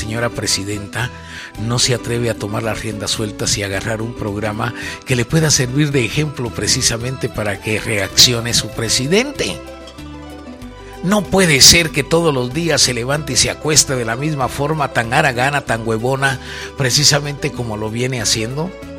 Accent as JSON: {"language": "Spanish", "country": "Guatemala", "said": "somos guatemaltecos conscientes"}